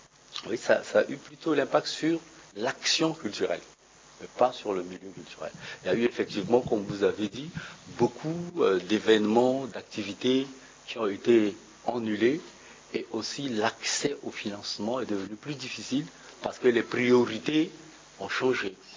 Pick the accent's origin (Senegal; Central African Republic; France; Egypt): Central African Republic; je suis centrafricain, je vis en Centrafrique.